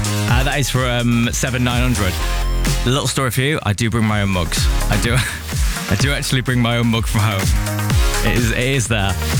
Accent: Yorkshire and the Humber, United Kingdom; I'm from Yorkshire, of course it's not happening.

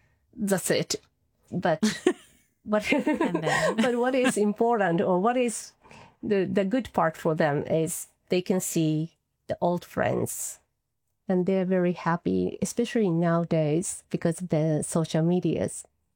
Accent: Japan; English is a second language; So I'm very proud of my own country. So I grew up here. I took an exchange program when I was in high school and stayed in Canada for 1 year.

